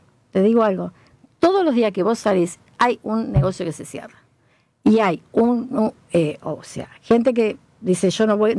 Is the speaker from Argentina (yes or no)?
yes; Argentina; Bueno, ahora te voy a decir algo. Tenemos, somos argentinos.